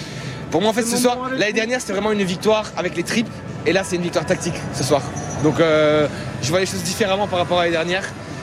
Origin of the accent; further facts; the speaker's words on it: Grand Est, France; now in Paris, France; Écoutez, moi la première étoile, je l'ai vécue de là où je viens, de près du Luxembourg. Et là, je suis monté à Paris. Je suis sur Paris depuis quelques mois.